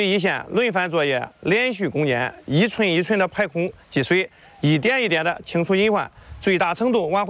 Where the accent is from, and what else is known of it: Sishui, Shandong, China; born there